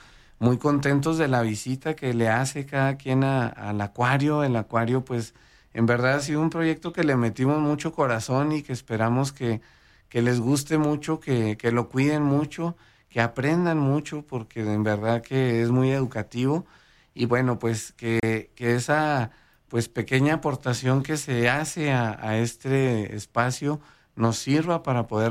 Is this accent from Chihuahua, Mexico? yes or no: yes; Guachochi, Chihuahua, Mexico; quienes somos de Huachochi